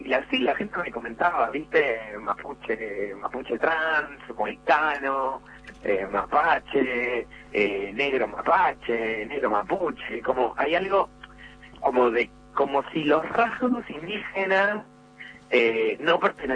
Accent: Salta, Argentina; born there; moved away; en mi caso, que yo nací en Salta, nos tuvimos que ir por una situación de pobreza muy extrema.

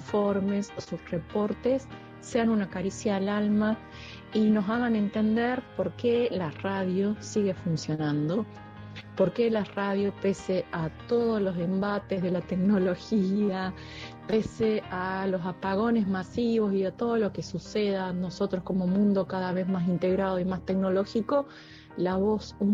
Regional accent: Catamarca, Argentina; now in Buenos Aires, Argentina; yo estoy en Buenos Aires, soy de Catamarca

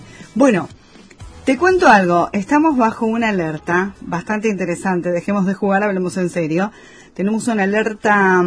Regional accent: Corrientes, Argentina; Somos todos los correntinos, las ciudades correntinas que estamos bajo alerta a esta hora de la tarde.

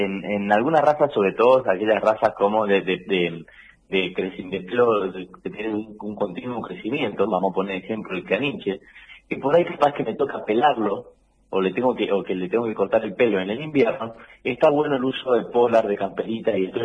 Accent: Real del Padre, Mendoza, Argentina; Yo soy de Real del Padre.

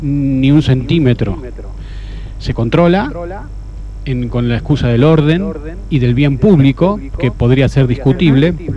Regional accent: San Martín de los Andes, Neuquén, Argentina; de San Martín de los Andes, que tiene un peso tributario alto.

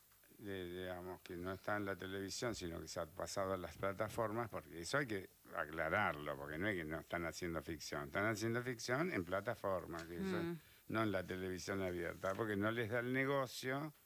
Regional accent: Argentina; otro problema que mezclamos todo como ensalada rusa, como nos encantan los argentinos.

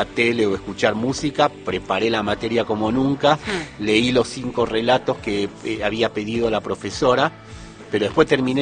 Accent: Isidro Casanova, Buenos Aires Province, Argentina; Yo en el barrio Los Pinos, en Isidro Casanova, La Matanza.

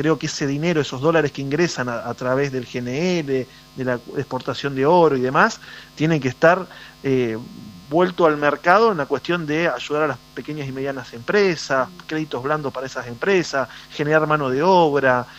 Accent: General Roca, Río Negro, Argentina; yo soy de General Roca

